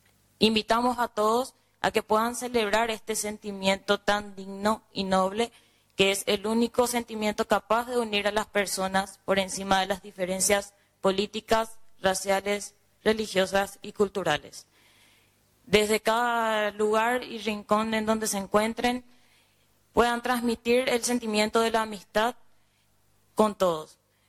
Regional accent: Paraguay

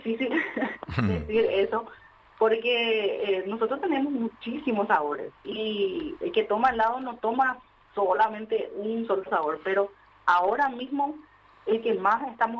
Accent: Coronel Oviedo, Caaguazú, Paraguay; nosotros somos de Coronel Oviedo.

